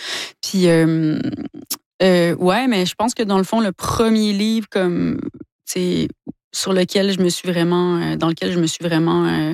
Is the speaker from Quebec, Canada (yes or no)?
yes; Quebec, Canada; Ouais, ma famille vient du bas du fleuve okay. aussi, mais ouais, j'ai grandi en Gaspésie.